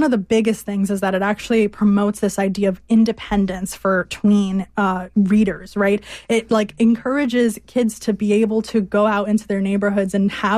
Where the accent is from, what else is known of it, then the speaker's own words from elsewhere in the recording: Connecticut, United States; as a Colombian growing up in Connecticut